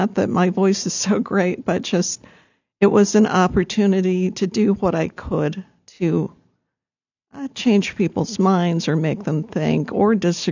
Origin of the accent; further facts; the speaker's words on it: Detroit, Michigan, United States; moved away as an adult; now in Fargo-Moorhead, United States; Okay. I grew up in the Detroit area